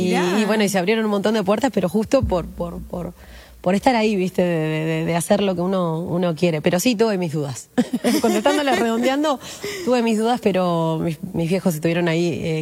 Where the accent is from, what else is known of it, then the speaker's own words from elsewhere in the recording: Minas, Lavalleja, Uruguay; Y cuando tenía 18, yo soy de Minas, sí, y siempre estuvo como muy marcada la idea de, bueno, haces el liceo y ahora tenés que estudiar algo